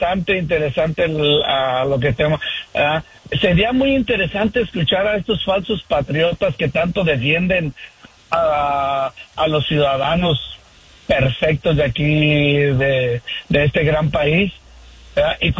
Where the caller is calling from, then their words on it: Sacramento, California, United States; Buenos días, Andreina, y a todos en cabina, aquí de Sacramento.